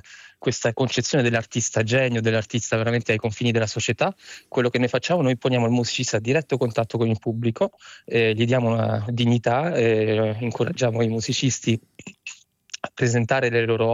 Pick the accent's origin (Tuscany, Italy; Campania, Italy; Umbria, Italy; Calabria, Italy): Umbria, Italy; Spoleto; now in Paris, France; Spoleto, che è la mia città natale, che mi fa piacere di rivedere ogni anno. Sto proprio chiamando dall'aeroporto di Parigi, perché vivo a Parigi